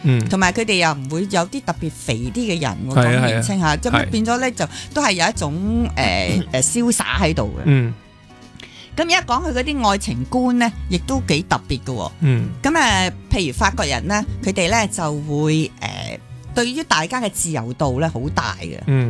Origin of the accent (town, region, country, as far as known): Hong Kong